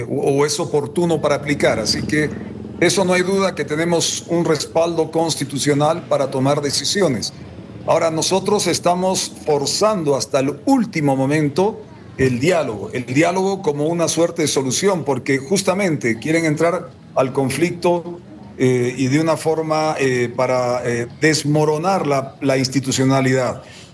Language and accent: Spanish; Bolivia